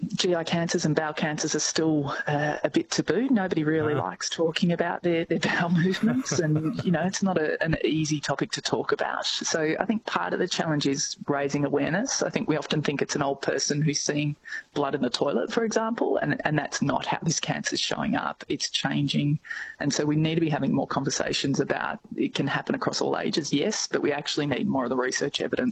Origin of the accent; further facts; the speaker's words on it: Woodend, Victoria, Australia; And I'm from Woodend myself, so certainly have a deep appreciation for what it's like coming from a regional community.